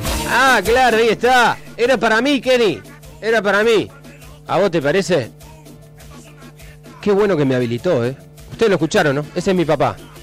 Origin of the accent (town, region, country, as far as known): Argentina